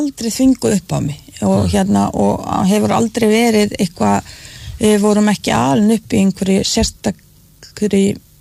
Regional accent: Bosnia & Herzegovina; Icelandic is a second language; now in Iceland; Já, að allir múslimar bosníu múslimar í þessum bæ í mínum heimabæ voru já, voru hvað maður segir já, ekki æskileg þjóð

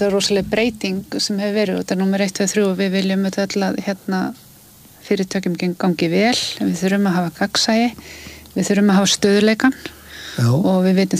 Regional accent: Eskifjörður, Eastern Region, Iceland; ef maður hugsa bara tilbaka þegar maður var alast upp á Eskifirði þar sem ég býja þar voru þetta bara mörg fyrirtæki og allir höfðu vinnu

